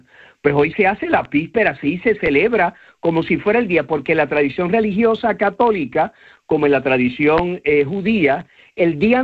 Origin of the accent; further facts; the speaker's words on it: Puerto Rico; para nosotros era símbolo de lo que nosotros somos como puertorriqueño en el contexto norteamericano